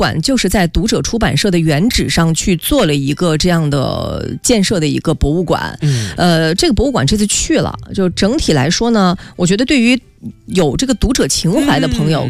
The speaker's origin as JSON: {"language": "Chinese", "town": "Lanzhou", "region": "Gansu", "country": "China", "tie": "born or raised there", "moved": "yes", "said": "非常欢迎大家去我的家乡转一转"}